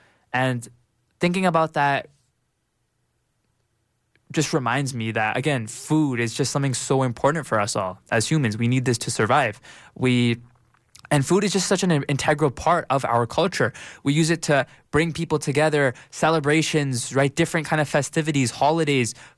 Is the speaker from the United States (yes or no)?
no; Pakistan; I'm from Pakistan